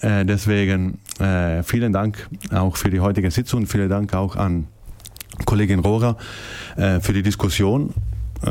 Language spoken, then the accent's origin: German; Colfosco, Trentino-Alto Adige, Italy; Wenn ich in meiner Kindheit vielleicht einmal im Monat von Kolfuschk nach Bruneck gekommen bin